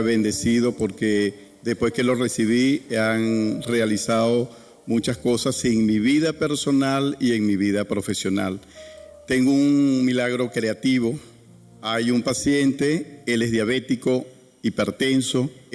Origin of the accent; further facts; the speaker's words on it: Falcón, Venezuela; Yo vengo de Falcón, Venezuela. Yo soy médico internista.